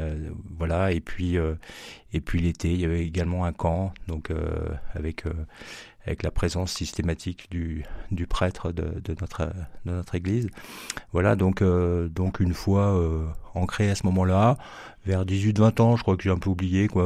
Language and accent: French; Le Creusot, Bourgogne-Franche-Comté, France; moved away as an adult; now in Saint-Étienne, France; Alors, je suis stéphanois depuis 15-16 ans, mais je suis originaire de Bourgogne, du Creusot.